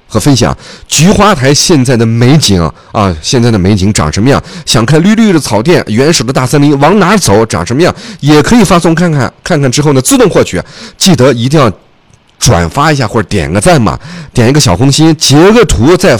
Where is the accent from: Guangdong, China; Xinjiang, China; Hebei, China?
Xinjiang, China; 咱们新疆人